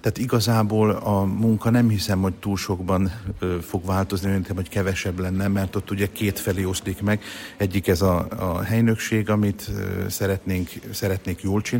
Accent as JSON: {"language": "Hungarian", "town": "Šamorín", "region": "Trnava Region", "country": "Slovakia", "tie": "born or raised there", "also_born_or_lived": "Vojka nad Dunajom"}